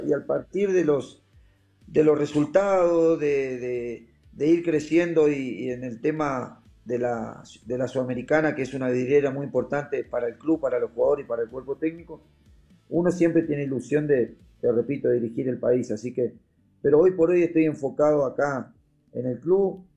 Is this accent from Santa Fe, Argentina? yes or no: yes; Reconquista, Santa Fe, Argentina; also born or lived in Spain; now in Cusco, Peru; yo soy argentino, soy de Reconquista, pero hace 24 años que vivo en España. Uh-huh. Ahora hace 3 años, 4 que estoy acá en Perú por motivos laborales